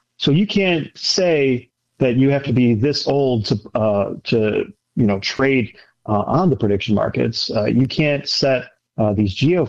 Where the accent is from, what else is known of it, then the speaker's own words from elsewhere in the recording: Illinois, United States; I grew up in the Southwest Burbs. You know, Catholics territory.